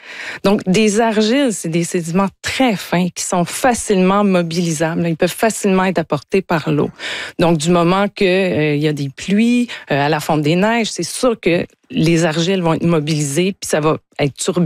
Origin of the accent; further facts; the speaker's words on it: Quebec, Canada; Puis, en passant, j'ai grandi en Gaspésie, moi.